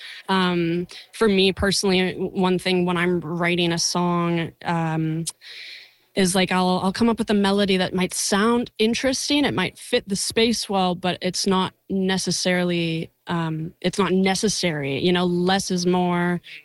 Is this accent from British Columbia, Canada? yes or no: yes; Salt Spring Island, British Columbia, Canada; I'm from Salt Spring and I'm just, you know, hippie at heart.